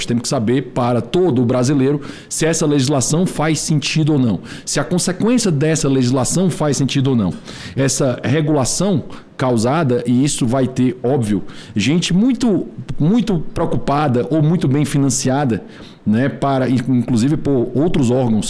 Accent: Ceará, Brazil; eu sou cearense, então é um privilégio ouvir o alagoano falando, nós que somos de um estado só, que é o Grande Nordeste

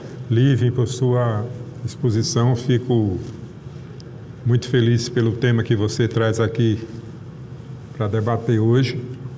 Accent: Sergipe, Brazil; Eu sou do estado, meu estado é o estado de Sergipe

